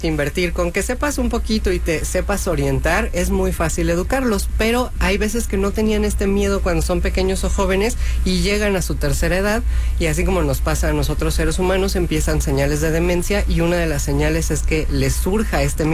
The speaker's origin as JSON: {"language": "Spanish", "country": "Mexico"}